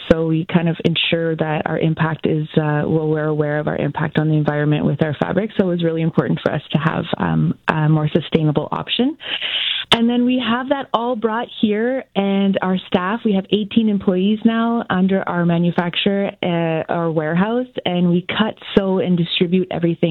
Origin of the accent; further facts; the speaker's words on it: Nipissing First Nation, Ontario, Canada; I'm originally from Nipissing First Nation, Ojibwe, and I kind of was called to reconnect to who I was